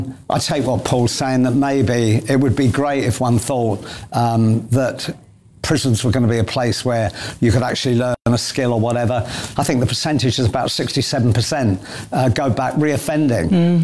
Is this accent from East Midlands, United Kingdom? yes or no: no; Catford, London, United Kingdom; When I was a kid growing up in Catford, you wouldn't actually go off the straight now because you could end up in Borstal.